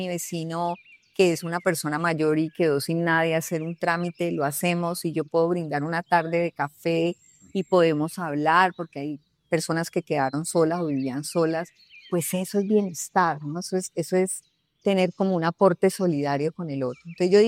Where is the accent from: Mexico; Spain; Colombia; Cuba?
Colombia; nosotros, digamos como colombianos, como pueblo que somos, también tenemos una capacidad de resiliencia muy grande.